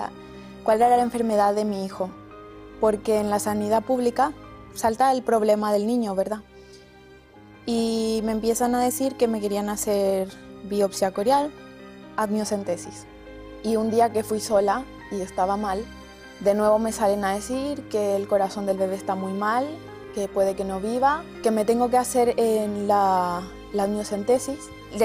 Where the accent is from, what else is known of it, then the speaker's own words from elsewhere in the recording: Paraguay; now in Granada, Spain; tengo 23 años, soy de Paraguay y mami de Bastián.